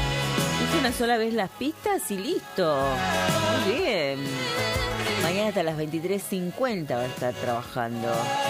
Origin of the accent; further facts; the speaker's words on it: Puerto San Julián, Santa Cruz, Argentina; Parañó, sí, Clau, soy de Puerto San Julián.